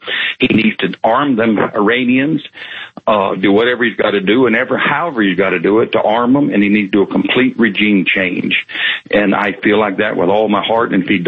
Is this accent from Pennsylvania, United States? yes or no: no; Tennessee, United States; now in Florida, United States; I've been in Florida for close to 30 years, but I was born and raised in Tennessee